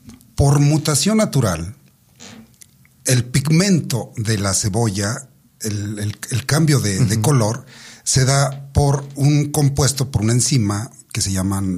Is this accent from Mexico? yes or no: yes; Mexico